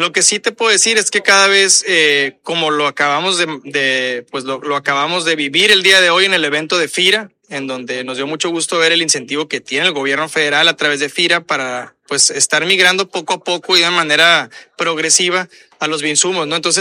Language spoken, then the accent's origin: Spanish; Sonora, Mexico; todos somos de Sonora